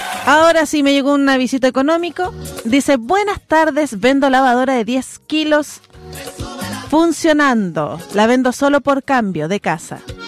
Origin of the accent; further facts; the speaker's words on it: Antofagasta, Chile; now in Valdivia, Chile; Hoy Antofagasta. Saludos a la gente de allá, de donde vengo yo.